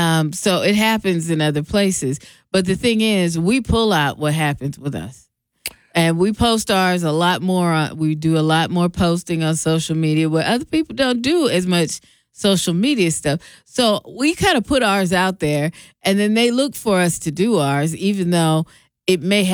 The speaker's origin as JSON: {"language": "English", "town": "Seattle", "region": "Washington", "country": "United States", "tie": "born or raised there", "said": "I grew up in Seattle"}